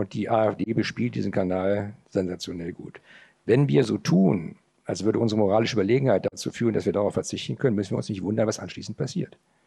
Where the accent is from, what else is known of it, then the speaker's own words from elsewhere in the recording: Northern Germany, Germany; Ich bin auch Norddeutscher, sage ich bewusst